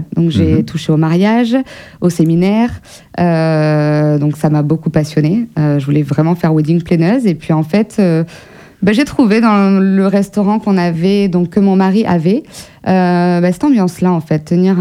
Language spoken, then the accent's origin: French; Périgueux, Nouvelle-Aquitaine, France; born or raised there